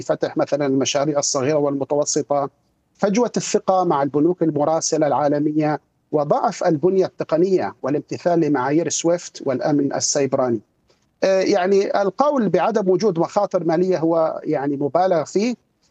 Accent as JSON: {"language": "Arabic", "country": "Syria", "moved": "yes", "lives_now": "Kuwait", "said": "أنا كمغترب سوري مقيم في الكويت"}